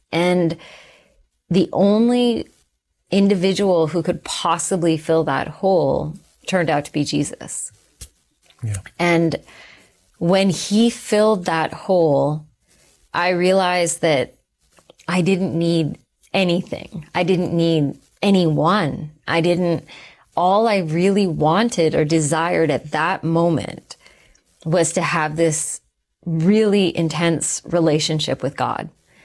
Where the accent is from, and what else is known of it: Texas, United States; born or raised there; also born or lived in Calgary, Canada / Sri Lanka